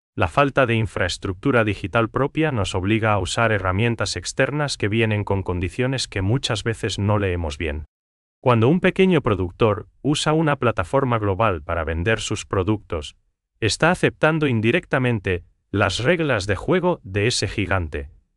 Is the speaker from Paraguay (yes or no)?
yes; Paraguay; esa esencia del trato personal que nos caracteriza como paraguayos.